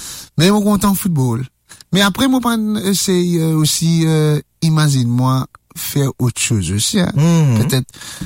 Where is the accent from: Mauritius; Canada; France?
Mauritius; m'oublier que, bon, je suis mauricien, moi.